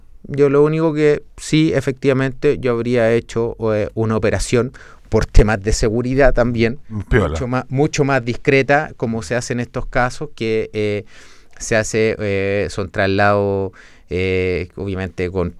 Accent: Chile; Nosotros como chilenos

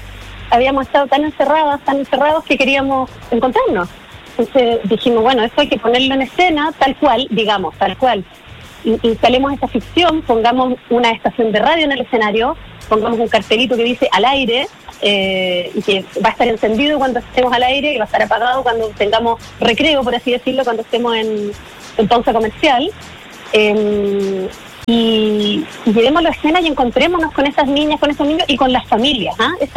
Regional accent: Limache, Valparaíso, Chile; Yo ahora estoy en Limache. Este es mi pueblo.

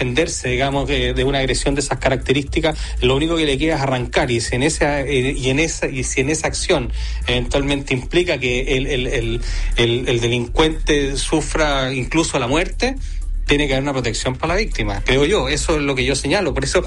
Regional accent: Chile; yo lo digo como cualquier chileno

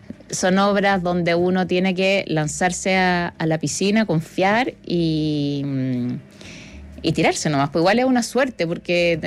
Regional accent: Spain; Y nosotras dos con Emilia Noguera somos las españolas que venimos a dejar un poco la...

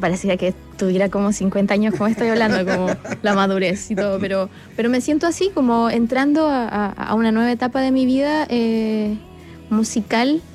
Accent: Valdivia, Los Ríos, Chile; moved away; mi ciudad natal.

